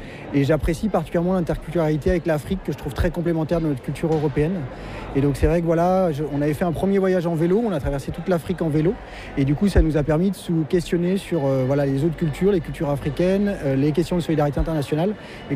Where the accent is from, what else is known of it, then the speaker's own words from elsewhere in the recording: Auvergne-Rhône-Alpes, France; on est très ancré nous chez nous en Savoie